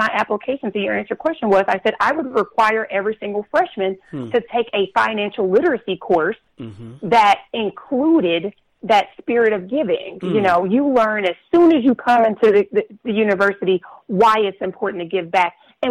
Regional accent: Arkansas, United States; So my twin sister and I, we are from Arkansas

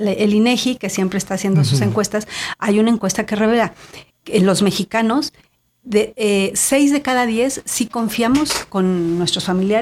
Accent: Mexico; O sea, sí, somos los mexicanos, nos hemos hecho desconfiados.

